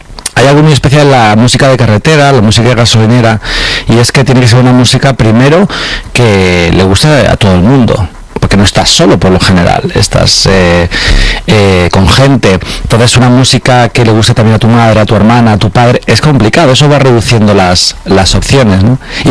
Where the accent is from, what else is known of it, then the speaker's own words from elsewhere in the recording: Alcorcón, Community of Madrid, Spain; cuando decían, ¿tú de dónde eres? Yo decía, Alcorcón